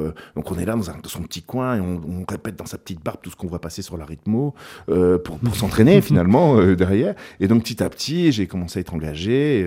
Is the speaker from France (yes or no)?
no; Switzerland; j'ai travaillé 2 ans en Suisse, parce que je suis suisse, donc du coup, j'ai la possibilité de travailler là-bas.